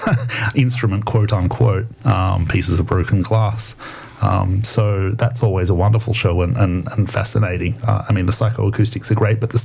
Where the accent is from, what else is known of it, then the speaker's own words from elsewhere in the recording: Sydney, New South Wales, Australia; when I was growing up in Sydney